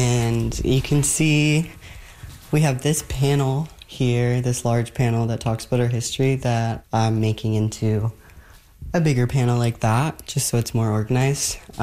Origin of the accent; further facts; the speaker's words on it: Calgary, Alberta, Canada; also born or lived in Montreal; I'm from Calgary, and I went to school in art history in Montreal, and I just finished my degree this summer, and I'm the current manager of Salvage Fisherman's Museum.